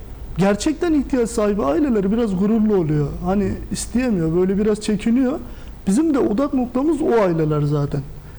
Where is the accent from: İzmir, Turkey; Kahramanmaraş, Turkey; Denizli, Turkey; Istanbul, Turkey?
Kahramanmaraş, Turkey; now in Mersin, Turkey; ben Mersinli değilim, Kahramanmaraşlıyım ama sokaklarda büyüdüm.